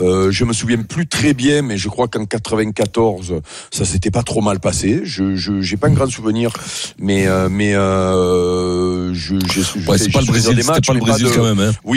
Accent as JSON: {"language": "French", "country": "France", "said": "des débats qu'on faisait avant les Jeux Olympiques chez nous, en France."}